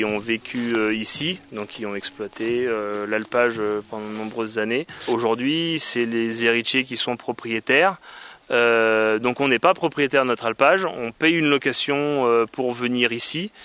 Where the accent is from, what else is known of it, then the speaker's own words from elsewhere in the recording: Gruffy, Auvergne-Rhône-Alpes, France; J'ai 32 ans, j'habite à Gruffy. J'ai un peu toujours vécu à Gruffy.